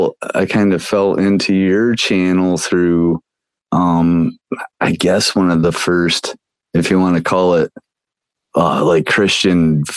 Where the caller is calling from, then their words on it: Pennsylvania, United States; I live in Pennsylvania. I live out in the sticks up in northern PA.